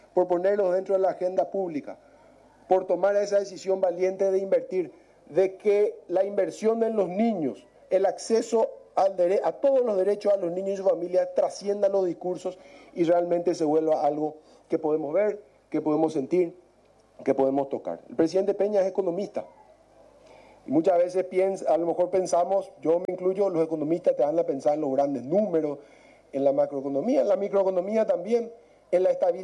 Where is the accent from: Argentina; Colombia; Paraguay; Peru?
Paraguay; como paraguayo, como una persona que viene trabajando hace mucho tiempo en el área